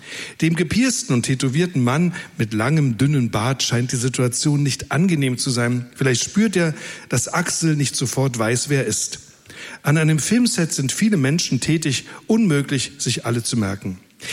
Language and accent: German; East Germany, Germany; Ich bin Ossi, ich sage noch Kaufhalle.